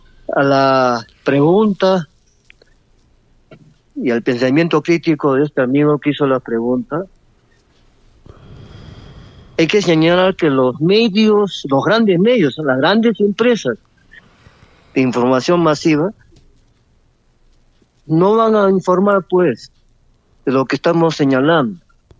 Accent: Peru

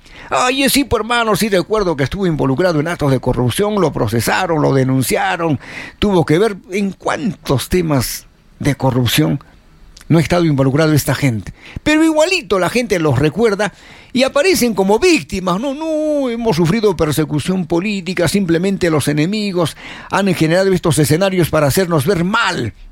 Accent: Arequipa, Peru; Que como arequipeños tengamos que tomar la última y la mejor decisión, esperemos.

